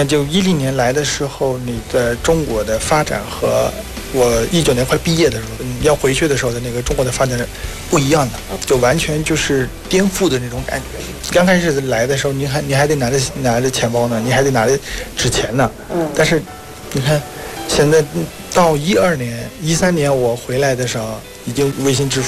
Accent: Myanmar; 我们缅甸那边的这个潜意识里边，卖花不可能有这么大，像个大商场那种。

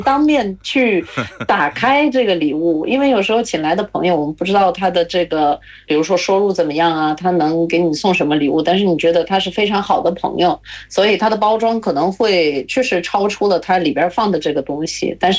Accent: Latvia; Chinese is a second language; 酒红色是我们家乡的国旗的这个其中的一个颜色之一嘛，要么就是加一点点我们拉脱维亚的自己的元素

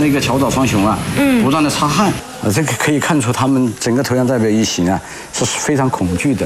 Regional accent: China; 我们中国人民为世界反法西斯

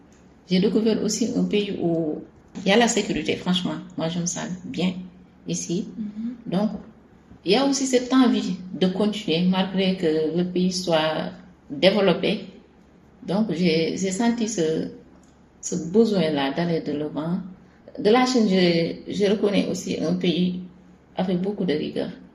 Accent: Dakar, Senegal; je suis journaliste. Je viens de Dakar au Sénégal.

